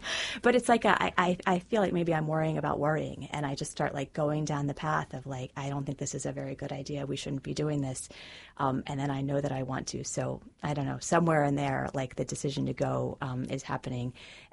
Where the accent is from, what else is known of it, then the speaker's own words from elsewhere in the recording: Kentucky, United States; But Luke, I should back up and say that I'm from Kentucky.